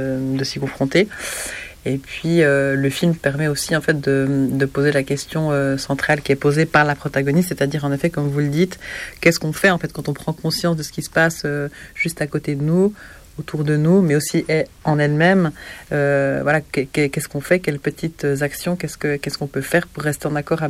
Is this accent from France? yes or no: no; Switzerland; Moi, en tant que Suissesse